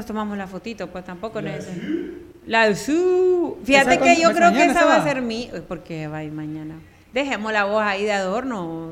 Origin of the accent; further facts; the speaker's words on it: San Pedro Sula, Cortés, Honduras; yo soy sanpedrana, pero mi familia de San Luis, de ¿cómo se llama el otro? De Colinas.